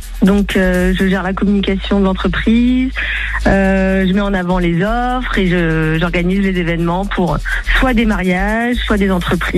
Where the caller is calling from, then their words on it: Maisons-Alfort, Île-de-France, France; Je vous appelle de Maisons-Alfort.